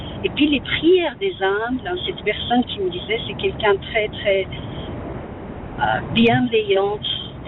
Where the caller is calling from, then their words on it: Saint-Maurice, Valais, Switzerland; J'y vais jusqu'à ma petite chez moi, à Saint-Maurice. Là où je suis. Pas loin, je suis à Aigle, j'étais à Lausanne.